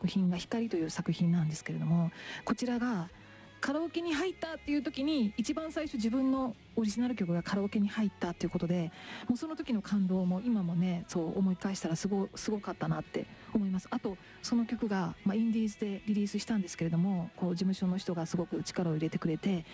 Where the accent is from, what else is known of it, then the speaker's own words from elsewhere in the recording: Kagawa, Japan; moved away as an adult; now in Tokyo, Japan; 私地元の香川県にいた頃は